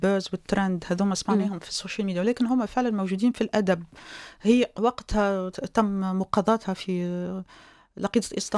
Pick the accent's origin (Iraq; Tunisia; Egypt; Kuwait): Tunisia; احنا تونس رانا 12 مليون